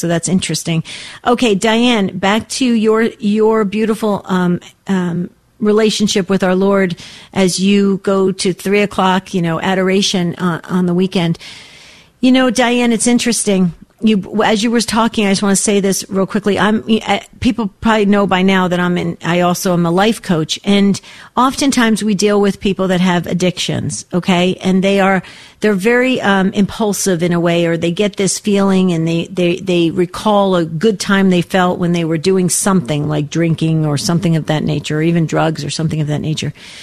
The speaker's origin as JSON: {"language": "English", "region": "East Coast", "country": "United States", "accent": "back east", "lives_now": "Arizona, United States", "said": "You probably picked up a little of my back east accent, but I live in Arizona now."}